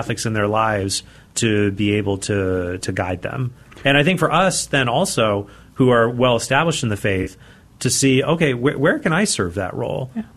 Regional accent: Arizona, United States; But it's not just that. I also think that for me, growing up in Arizona, because I, you know, as a convert

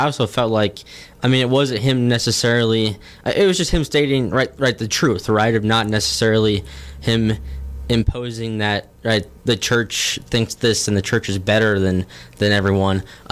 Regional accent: Billings, Montana, United States; born there; also from Billings, to Billings Central Catholic High School.

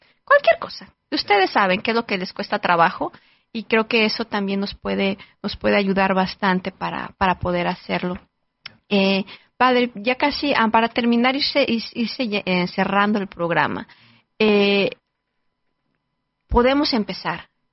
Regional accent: Mexico

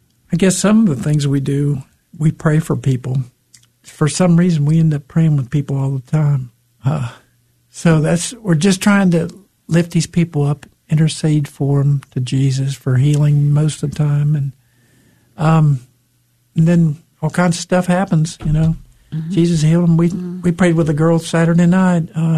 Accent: Cincinnati, Ohio, United States; now in Birmingham, United States; I'm from Cincinnati, Ohio, and I moved to Birmingham in 1982, so 44 years ago.

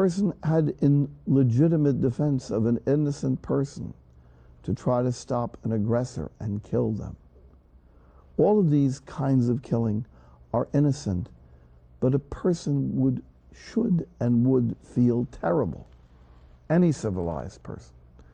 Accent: United States; I'm an American.

